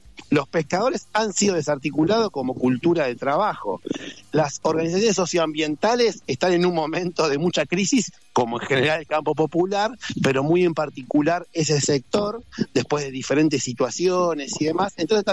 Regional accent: Bahía Blanca, Buenos Aires Province, Argentina; born there; Yo nací en Bahía Blanca y para ir al mar tengo que irme acá 1 hora o a Pehuenco o a Montehermoso, a pesar de que vivo a 20 cuadras del mar.

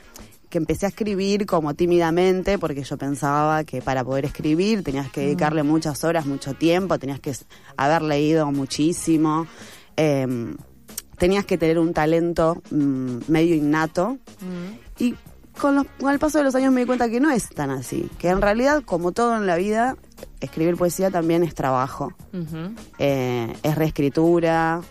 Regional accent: Argentina; Por suerte soy argentina.

